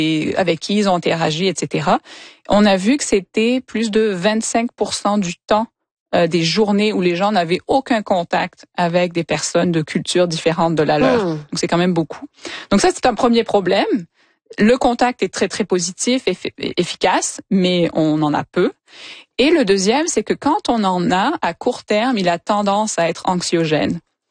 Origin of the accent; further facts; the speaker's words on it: Montreal, Quebec, Canada; Si je suis ici à Montréal, je vais dire que je suis peut-être du Sud-Ouest. Si je me promène en Ontario, ben je vais affirmer que je suis québécoise.